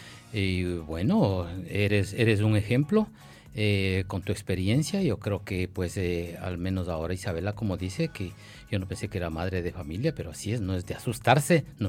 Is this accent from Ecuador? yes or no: yes; Ecuador; Somos aquí ecuatorianos la mayor parte, pero siéntete en familia, siéntete nuestra.